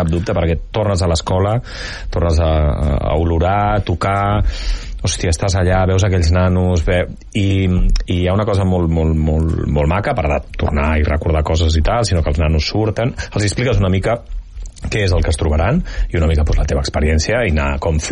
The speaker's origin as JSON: {"language": "Catalan", "town": "Altafulla", "region": "Catalonia", "country": "Spain", "said": "jo soc d'Altafulla."}